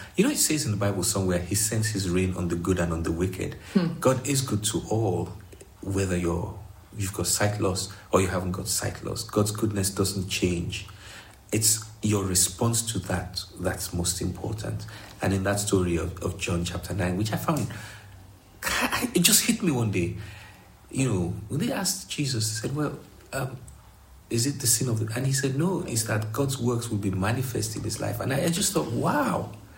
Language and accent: English; Nigeria; now in Lancaster, United Kingdom; I grew up in Nigeria, and Nigeria is a very highly spiritual country in the sense that, you know, you have to know what faith you're in. You have to know whether you're Christian or Muslim.